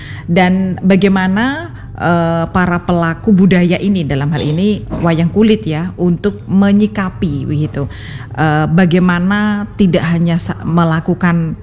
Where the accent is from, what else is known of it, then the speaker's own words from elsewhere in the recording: Java, Indonesia; kita sendiri sebagai orang Jawa